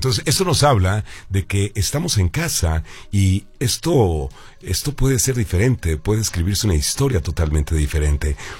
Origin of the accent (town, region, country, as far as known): Mexico